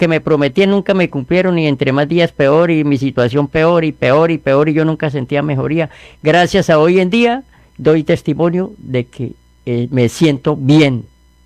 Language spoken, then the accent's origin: Spanish; Puerto Wilches, Santander, Colombia; Yo soy de Puerto Wilches, Santander.